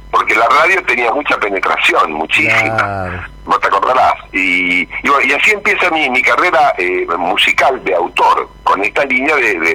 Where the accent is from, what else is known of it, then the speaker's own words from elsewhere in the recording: Mercedes, Buenos Aires Province, Argentina; moved away as an adult; now in Buenos Aires, Argentina; de Mercedes. Está bien, soy de Mercedes, de la provincia de Buenos Aires.